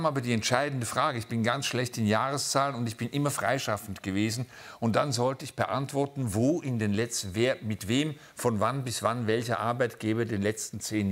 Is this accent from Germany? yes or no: no; Switzerland; Ich sag's, es ist einem Schweizer verboten. Als Schweizer sagt man sowas nicht.